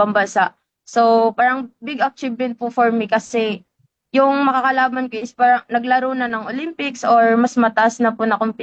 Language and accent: Tagalog; Masbate province, Bicol Region, Philippines; Taga Masbate province po.